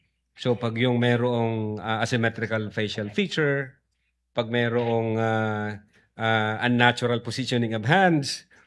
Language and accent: Tagalog; Tacloban, Eastern Visayas, Philippines; Tacloban City, opo, sir.